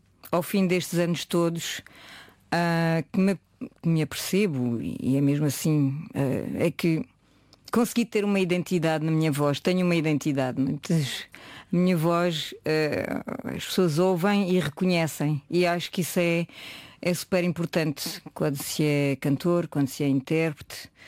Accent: France; now in Portugal; porque eu vinha de França e não tinha ideia nenhuma do que era a música portuguesa. Para dizer a verdade, quando vinha de férias, se calhar ouvia … pouco mais.

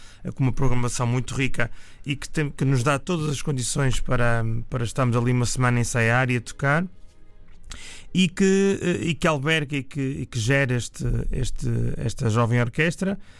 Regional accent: Vila Nova de Famalicão, Norte, Portugal; é da minha terra, da terra que me viu nascer e crescer, Vila Nova Famalicão, bem ali entre Braga e Porto

